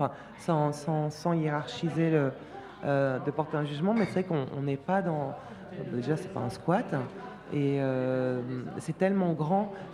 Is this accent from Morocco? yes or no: no; Grenoble, Auvergne-Rhône-Alpes, France; now in Paris, France; moi, je suis originaire de Grenoble. Et quand je suis arrivée à Paris